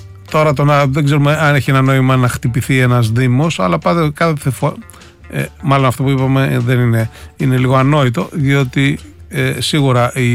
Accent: Greece; ώρες-ώρες ντρέπομαι που είμαι Έλληνας.

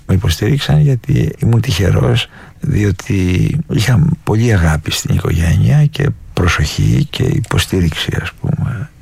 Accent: Athens, Attica, Greece; born there

